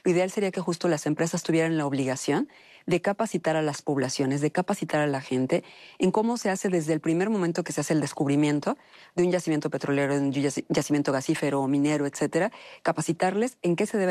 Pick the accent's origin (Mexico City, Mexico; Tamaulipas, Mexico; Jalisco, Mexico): Tamaulipas, Mexico; Una de ellas, pues yo nací en Tamaulipas, soy de allá. Entonces, cada vez que voy a Tamaulipas, sobre todo a la zona de Madero